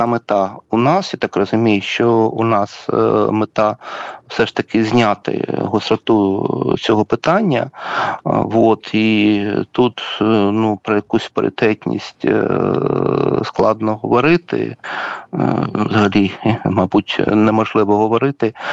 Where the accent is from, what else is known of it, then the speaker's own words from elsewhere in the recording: Chernihiv Oblast, Ukraine; ну, я з Чернігівщини